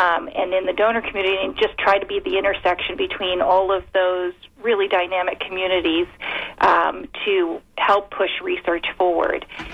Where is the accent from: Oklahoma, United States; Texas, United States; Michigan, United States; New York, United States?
New York, United States; I grew up in New York, but I moved actually to outside of Philadelphia to take this role with FARA.